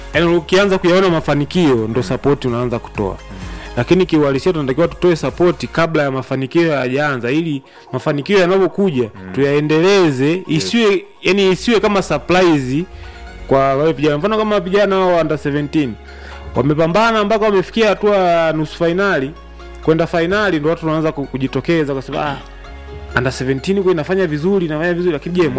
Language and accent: Swahili; Tanzania